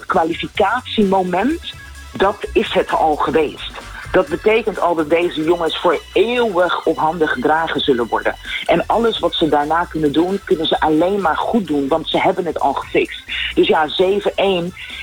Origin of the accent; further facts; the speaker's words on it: Curaçao; wij als Curaçaoënaars